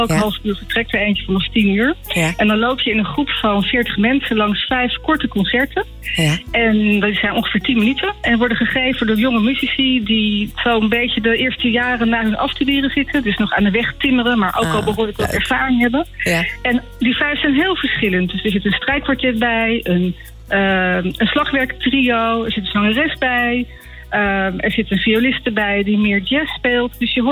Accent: Utrecht, Netherlands; Ik kom zelf uit Utrecht

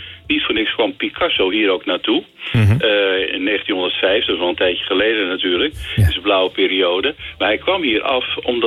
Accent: Alkmaar, North Holland, Netherlands; also born or lived in Schoorl; now in Groet, Netherlands; Ik woon hier nu bijna 30 jaar. En daarvoor nog 15 jaar in Schorrel. Ik kom oorspronkelijk uit Alkmaar.

